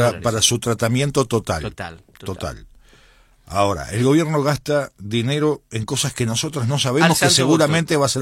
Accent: Uruguay

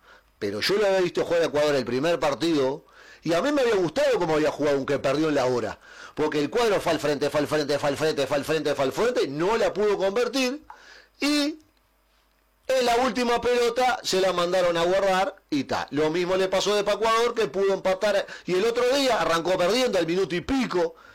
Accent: Uruguay

